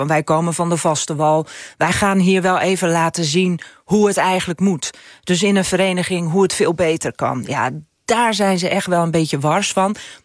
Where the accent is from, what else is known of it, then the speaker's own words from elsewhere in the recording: Friesland, Netherlands; first language Frisian; Dutch is a second language; now in Ameland, Netherlands; Maar Fries is mijn moedertaal. Toen ik naar Ameland ben verhuisd, binnen no time was ik gewoon. Het Amelands had ik eigen gemaakt.